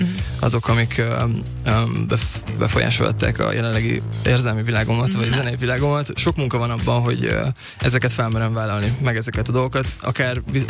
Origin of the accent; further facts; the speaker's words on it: Nyíregyháza, Szabolcs-Szatmár-Bereg, Hungary; Igen, ott születtem, és ott is nőttem fel, zenei általános iskolában jártam